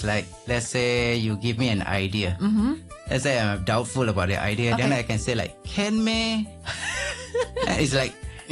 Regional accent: Malaysia; moved away as an adult; now in Hong Kong; we being Malaysian

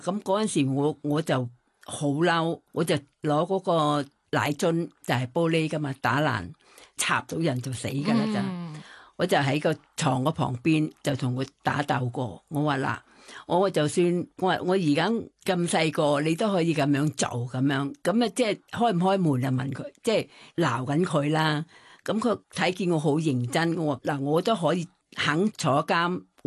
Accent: Thailand; 因为我自己又唔敢，即系我哋泰国人咧就家姐啲事咧，佢唔讲俾你听，你就唔好

